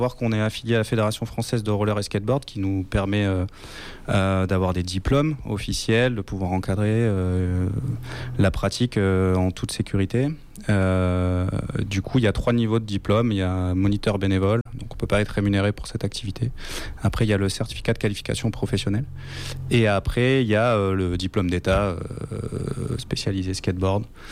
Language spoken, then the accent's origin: French; Nouvelle-Aquitaine, France; Je suis originaire quand même de Gironde, mais on n'était pas trop dans ce secteur-là.